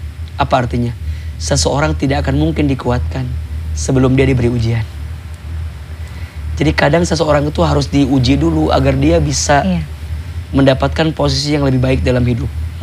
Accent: Garut, West Java, Indonesia; moved away; kita orang kampung, orang desa gitu. Dulu saya orang Garut

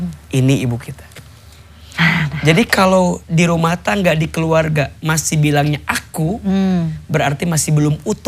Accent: Garut, West Java, Indonesia; saya orang Sunda, orang Garut, istri saya orang Pamulang, orang Betawi.

